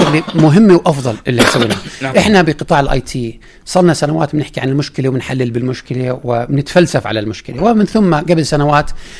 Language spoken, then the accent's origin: Arabic; Jordan; الانطباع العام عندنا كأردنيين